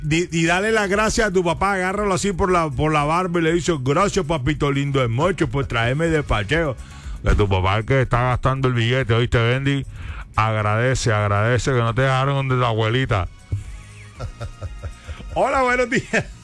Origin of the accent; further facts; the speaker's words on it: Colombia; Estamos tarde como siempre, como buen colombiano.